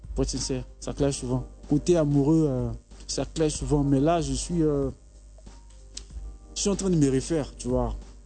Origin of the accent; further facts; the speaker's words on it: Bobo-Dioulasso, Hauts-Bassins, Burkina Faso; also born or lived in Yopougon, Abidjan, Côte d'Ivoire; moi, je suis né à Poy, à Yopougon, j'ai grandi à Bobo